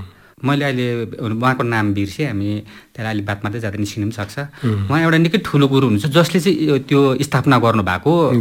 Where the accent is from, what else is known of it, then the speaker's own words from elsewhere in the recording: Mirik, West Bengal, India; हामी गाउँबाट मिरिक बस्ती, मेरो गाउँ हो